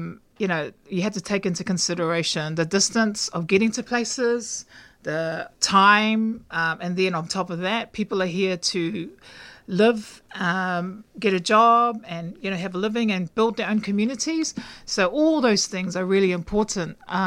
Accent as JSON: {"language": "English", "region": "Auckland", "country": "New Zealand", "tie": "born or raised there", "moved": "as an adult", "lives_now": "Melbourne, Australia", "said": "I grew up in Auckland, New Zealand. I came to Melbourne 13 years ago on a scholarship"}